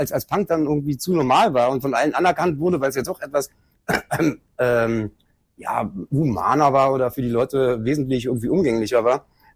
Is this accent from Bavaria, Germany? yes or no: no; Berlin, Germany; born or raised there